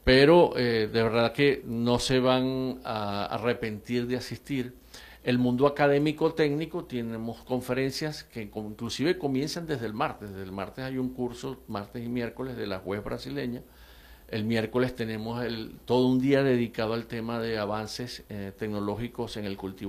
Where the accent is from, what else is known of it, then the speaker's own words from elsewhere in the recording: Maracaibo, Zulia, Venezuela; born there; yo también tengo sangre falconiana, pero nací aquí. Pero esto que vive Maracaibo